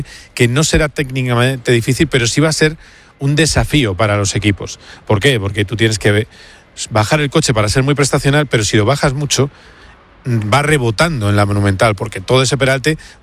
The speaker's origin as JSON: {"language": "Spanish", "town": "Madrid", "region": "Community of Madrid", "country": "Spain"}